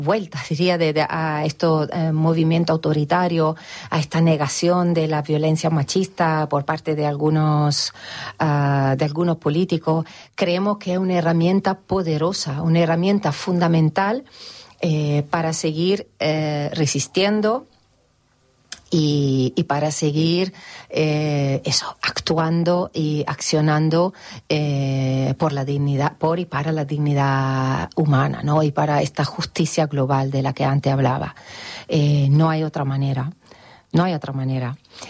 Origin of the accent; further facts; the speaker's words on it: Italy; now in Andalusia, Spain; Me corrijo, italiana andaluza.